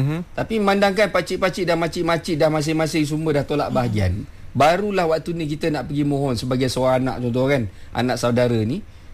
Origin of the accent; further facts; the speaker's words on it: Selayang, Selangor, Malaysia; Bila saya balik Selangor balik, contoh balik Selayang ke apa